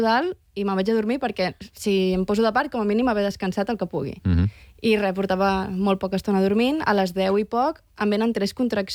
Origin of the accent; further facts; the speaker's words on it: Sant Pol de Mar, Catalonia, Spain; Jo sóc de Sant Pol de Mar, són 50 i pico quilòmetres.